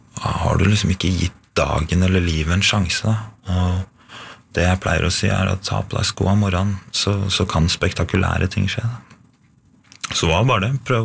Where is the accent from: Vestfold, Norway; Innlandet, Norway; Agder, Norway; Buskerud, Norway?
Innlandet, Norway; Finnskogen; for en som har tilbrakt store deler av oppveksten på Finnskogen og løpt gjennom lignende områder siden man var liten gutt